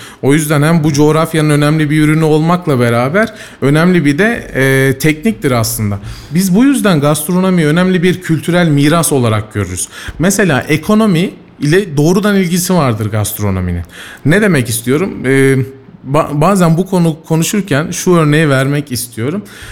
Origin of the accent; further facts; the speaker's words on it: Antalya, Turkey; now in Kayseri, Turkey; yani ben Antalyalıyım, 12 senedir Kayseri'de yaşıyorum.